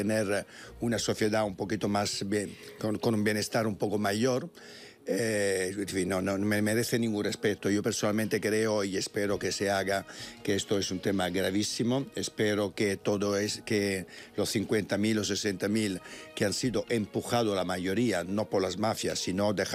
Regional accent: Italy; moved away; lo digo como italiano

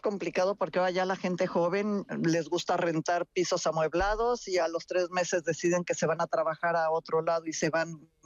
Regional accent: Mexico; pinto muy colorido como buena mexicana

